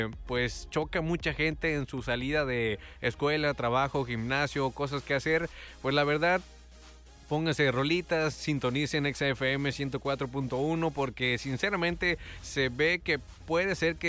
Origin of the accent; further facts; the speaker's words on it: Mexico; Ya saben cómo somos los mexicanos